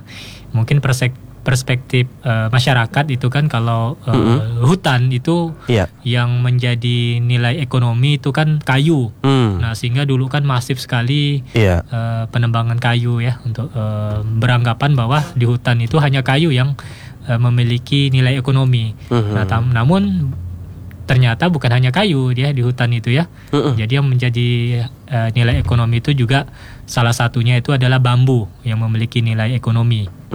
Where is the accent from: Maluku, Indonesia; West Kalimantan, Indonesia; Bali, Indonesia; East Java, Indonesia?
West Kalimantan, Indonesia; Pontianak; Asal saya Pontianak.